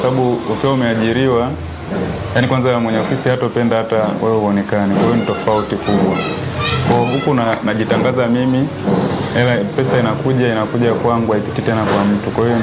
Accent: Mwanza, Tanzania; also born or lived in Mara Region; Ni mzaliwa wa mkoa wa Mara. Lakini ni mwenyeji wa Mwanza. Nimekulia hapa Mwanza.

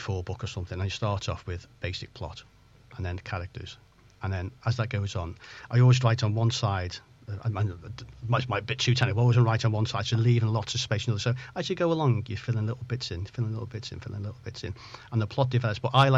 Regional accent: Chester, North West England, United Kingdom; now in Liverpool, United Kingdom; And I've found, like, I'm actually from Chester, I live in Liverp

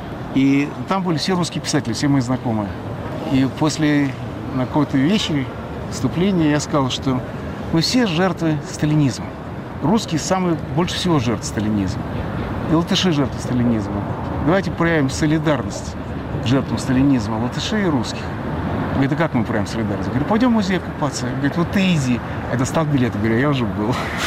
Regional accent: Moscow, Russia; Однажды я как москвич плавал в бассейне и курил.

